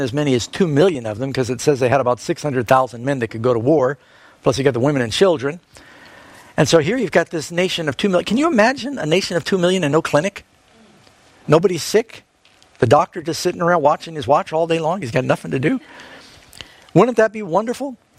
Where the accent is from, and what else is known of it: New York City, New York, United States; born or raised there